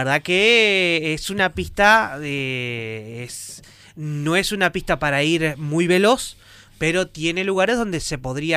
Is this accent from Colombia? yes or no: no; Argentina; nosotros como argentinos